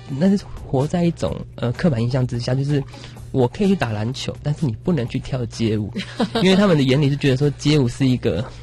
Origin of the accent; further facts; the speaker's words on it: Ji'an, Hualien County, Taiwan; born there; 我在吉安乡这个位置上面，其实我身旁很多朋友，高中的同学们，然后都是阿美族，那我旁边就很多的部落文化，